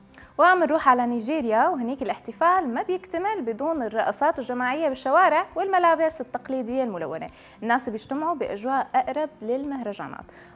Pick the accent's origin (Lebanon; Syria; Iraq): Syria; عندنا بسوريا.